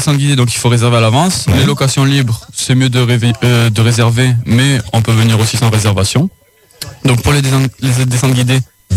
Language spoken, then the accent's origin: French; Valence-sur-Baïse, Occitanie, France; Alors moi, je suis du coin. J'habite à Valence-sur-Baïse.